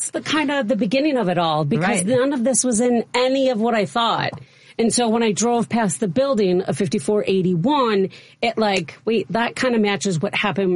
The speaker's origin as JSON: {"language": "English", "town": "Chicago", "region": "Illinois", "country": "United States", "tie": "born or raised there", "said": "The first 4 years, I'm Manila, and then moved to Northwest Highway. So definitely born and raised in Jefferson Park."}